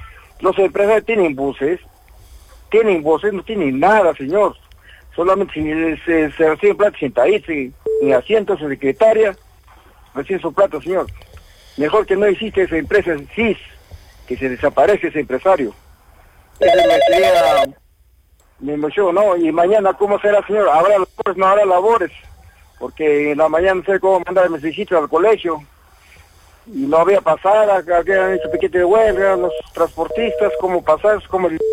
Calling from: Arequipa, Peru; Yo soy un poblador, ¿no? Yo soy acá de Ciudad Municipal.

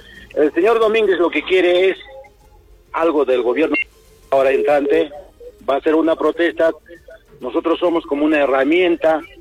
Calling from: Arequipa, Peru; Yo soy de margen derecha.

